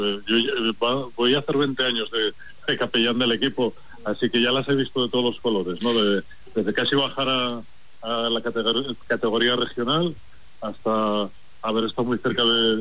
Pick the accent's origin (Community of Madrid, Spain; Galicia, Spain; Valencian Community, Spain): Galicia, Spain; Lugo; born there; now in Avilés, Spain; yo he nacido en Lugo. En la Milagrosa. Ajá. En el año 73, o sea, sí. Que eso porque mi familia es padres y abuelos todos gallegos